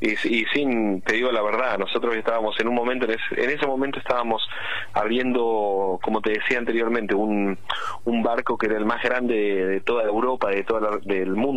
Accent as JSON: {"language": "Spanish", "country": "Argentina", "tie": "born or raised there", "moved": "yes", "said": "yo me crié, me viví en la Argentina y me perfeccioné en la Argentina como cantante"}